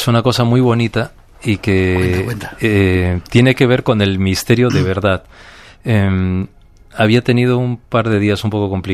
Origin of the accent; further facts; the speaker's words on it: Peru; now in Madrid, Spain; al ser peruano, siempre lo llevaba por el terreno de la risa